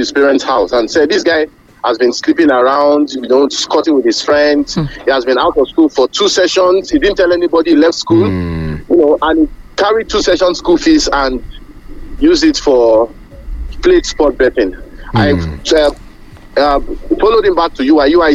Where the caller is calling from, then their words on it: Iworo, Nigeria; I'm calling from Iworo.